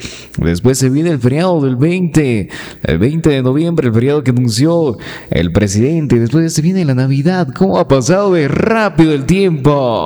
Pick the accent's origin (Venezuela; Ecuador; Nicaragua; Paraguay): Ecuador